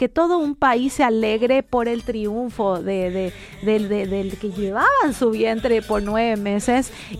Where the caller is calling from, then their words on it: Villa Elisa, Central, Paraguay; de Villa Elisa.